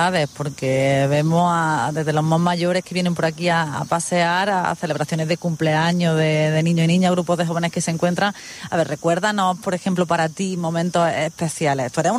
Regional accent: Doña Mencía, Andalusia, Spain; De estos últimos no tenemos en Doña Mencía. Pero eso sí, en este municipio de la Subbética Cordobesa

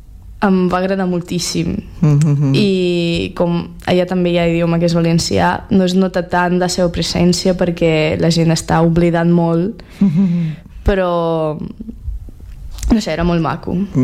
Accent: Russia; Catalan is a second language; l'altra sóc jo de Rússia

